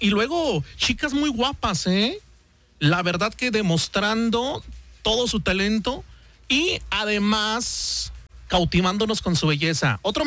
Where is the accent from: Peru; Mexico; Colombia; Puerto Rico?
Mexico; Santa Bárbara, Chihuahua; moved away; yo recuerdo allá en mi pueblo, en Santa Bárbara, Chihuahua, de donde soy originario